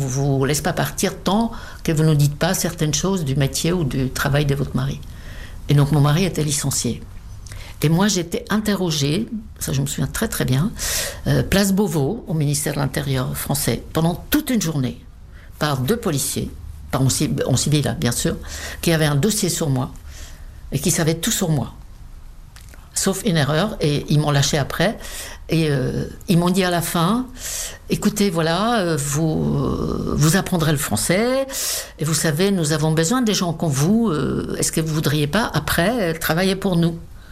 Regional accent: České Budějovice, South Bohemian Region, Czechia; French is a second language; moved away as an adult; now in Paris, France; Je suis très très attachée à mon pays natal, presque trop je dirais. Peut-être aussi parce que c'est la Bohême du Sud qui est quand même une très jolie région.

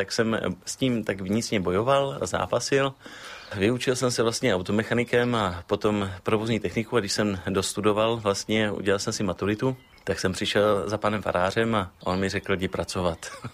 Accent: Ostrava, Moravian-Silesian Region, Czechia; also born or lived in Havířov; now in Zátor, Czechia; jsem z Ostravy Poruby. Sice první 2-3 roky jsme bydleli v Havířově, ale pak většinu života jsem strávil vlastně v Ostravě Porubě.

